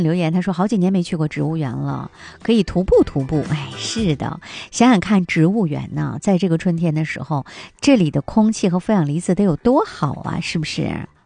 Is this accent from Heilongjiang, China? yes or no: yes; Harbin, Heilongjiang, China; 在我们的家乡哈尔滨